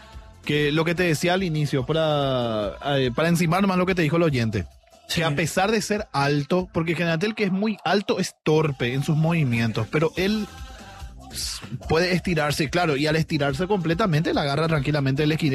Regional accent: Paraguay; yo soy paraguayo también como ustedes.

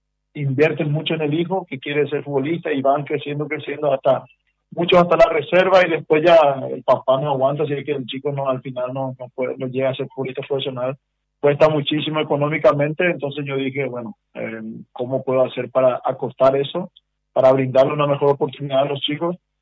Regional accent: San Joaquín, Caaguazú, Paraguay; born there; moved away; yo vengo de San Joaquín, un pueblito que ni Utah Fatah teníamos cuando eso

